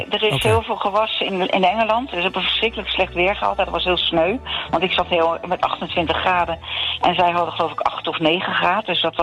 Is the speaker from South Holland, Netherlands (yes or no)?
yes; Oegstgeest, South Holland, Netherlands; born there; En ik ben geboren in Oegstgeest.